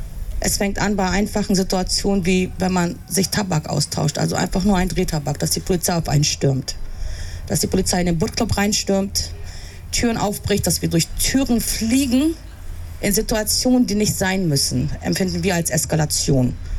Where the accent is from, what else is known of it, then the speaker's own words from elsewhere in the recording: Hamburg, Germany; Wir sind alles Menschen, die in Hamburg aufgewachsen sind, hier auf der Reeperbahn die ersten Erfahrungen mit Alkohol gemacht haben.